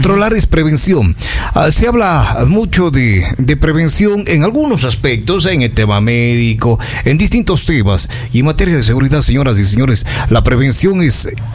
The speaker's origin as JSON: {"language": "Spanish", "region": "Cañar", "country": "Ecuador", "said": "somos la provincia del Cañar y aquí estamos."}